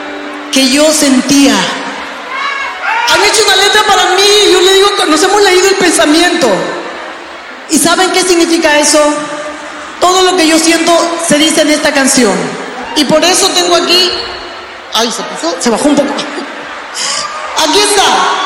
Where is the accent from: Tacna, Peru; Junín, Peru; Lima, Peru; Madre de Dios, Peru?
Madre de Dios, Peru; Puerto Maldonado; la bandera de mi tierra, de Madre de Dios. Puerto Maldonado, Madre de Dios.